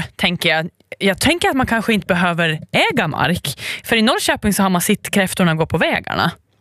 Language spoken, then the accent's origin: Swedish; Åland Islands; men i alla fall hemma på Åland